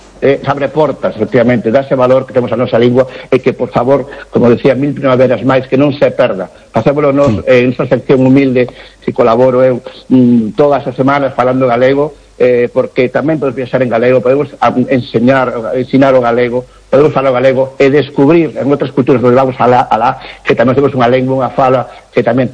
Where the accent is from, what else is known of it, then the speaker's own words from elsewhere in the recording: Galicia, Spain; Que dicir, pois, pero se usted é portugués, non, son galego, isto é unha beiriña e tal.